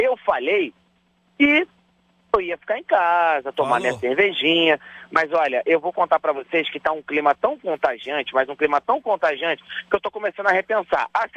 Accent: Rio de Janeiro, Brazil; falando como carioca, morador, cidadão aqui do Rio de Janeiro

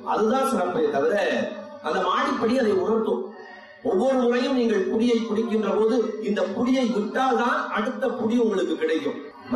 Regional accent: Thiruvarur, Tamil Nadu, India; born there; moved away; நான் திருவாரூரிலே பிறந்தவன்.

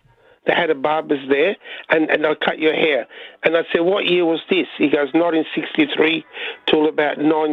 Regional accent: Victoria, Australia; growing up in Victoria in the late 60s.

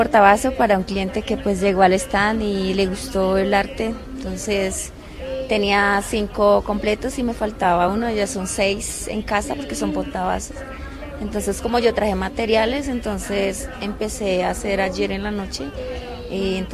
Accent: Amazonas, Colombia; vengo del Amazonas, específicamente del resguardo indígena en Nazaret.

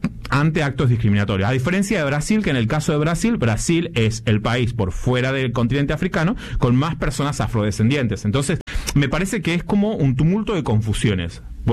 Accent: Argentina; por qué nos titulan de racistas como argentinos y qué es el racismo en Argentina

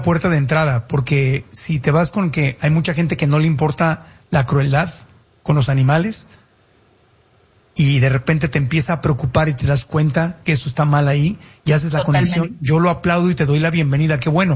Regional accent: Tijuana, Baja California, Mexico; Yo soy de Tijuana y yo lo veía con mi propia familia en Tijuana y San Diego.

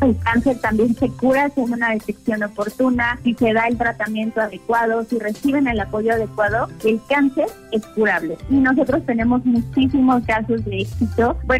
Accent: Querétaro, Mexico; Hay un gran equipo soportándolos y somos todos los queretanos, todos nosotros que nos vamos a unir

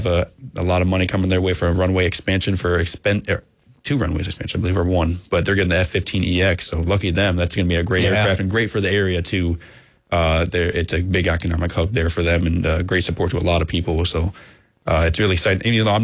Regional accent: Napoleon, Michigan, United States; also born or lived in Ann Arbor, Michigan; I was born and raised in Napoleon, Michigan, which is a small little farm town. It has like one little blinking stoplight there. just west of Brooklyn, I guess you could say.

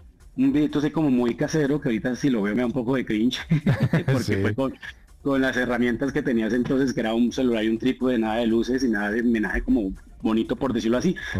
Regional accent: Agustín Codazzi, Cesar, Colombia; criadas en la costa norte de Colombia, puntualmente en Agustín Coa Cesar, que es de donde soy yo.

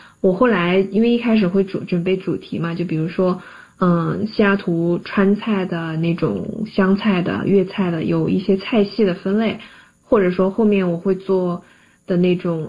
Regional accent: Chongqing, China; 我是一个重庆人

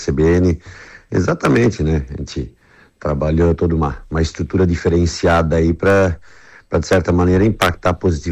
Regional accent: Jaraguá do Sul, Santa Catarina, Brazil; eu sou de Jaraguá, vou a Jaraguá votar

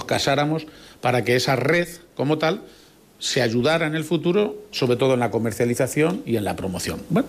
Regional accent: Spain; como españoles es para que estemos razonablemente orgullosos.

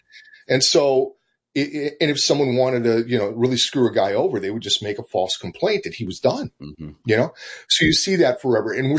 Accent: the South, United States; I thought, in my lifetime, I grew up was born in the Jim Crow South.

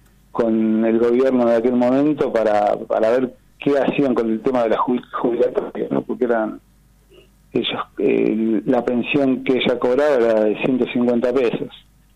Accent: Temperley, Buenos Aires Province, Argentina; now in La Plata, Argentina; nosotros somos del barrio San José de Temperley, ahí es donde vivía con mi papá y con mis hermanos y yo.

